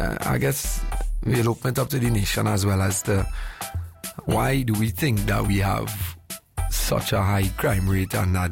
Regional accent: Arima, Trinidad & Tobago; I grew up in Malabar in Arima

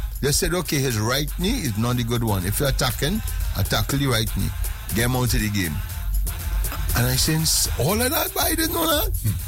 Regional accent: Trinidad & Tobago; I have a Trinidad passport, sir. I'm a Trinidadian.

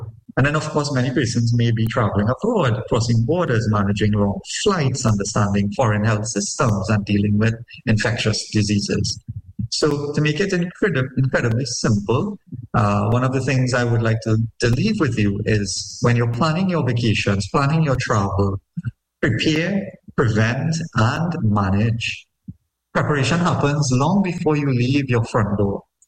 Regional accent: Trinidad & Tobago; I really focused on looking at things that affect us as a Trinidadian population.

